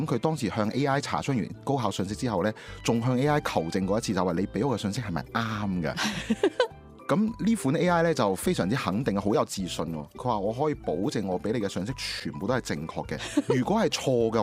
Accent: Guangdong, China; 我哋广东人讲嘅老作

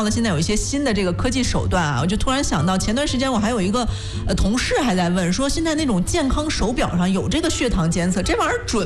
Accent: North China, China; 我们都知道，就是作为北方人哈，尤其是河北人、山西人

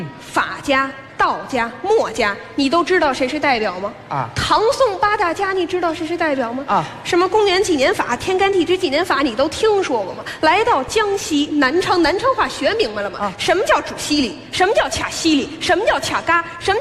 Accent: Russia; Chinese is a second language; 没事儿，我们俄罗斯人不怕冷

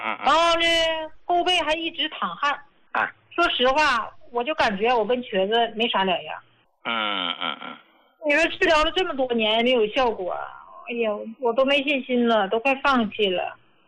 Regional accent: Heilongjiang, China; 胡老师，我是黑龙江的，我今年66岁，是胡家老膏的受益者。

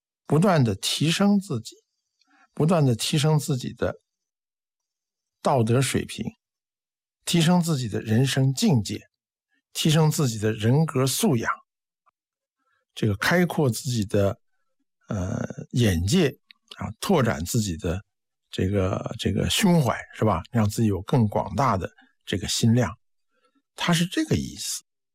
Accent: China; 我们中国人

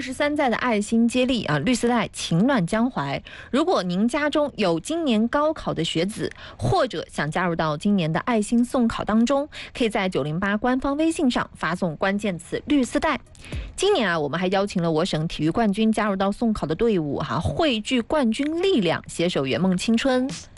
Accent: Huaibei, Anhui, China; 咱们安徽淮北市，我的家乡居然上了央视新闻

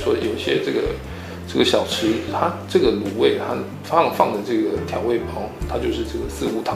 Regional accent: New Taipei, Taiwan; now in Nanjing, China; 那我在这南京呢，已经工作有大约12年的时间了。

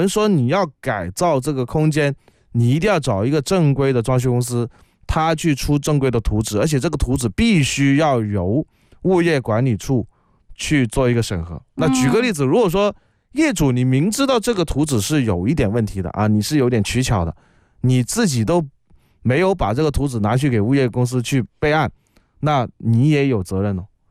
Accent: Guangdong, China; accent: Cantonese; first language Cantonese; 我们广东话说要卖冬瓜豆腐

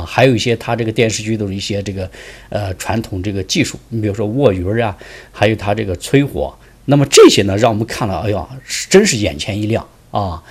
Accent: China; 我们认为我们是中国人就是有同样的文化根。

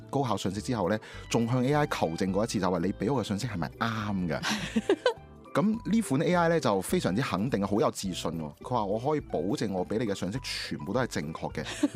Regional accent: Guangdong, China; 我哋廣東人講嘅老作

